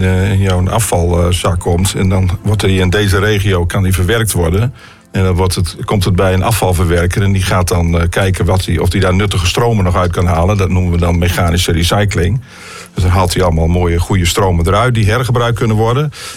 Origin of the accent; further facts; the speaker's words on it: Groningen, Netherlands; Ik kom zelf uit Buffalo, uit van het Hoge Land.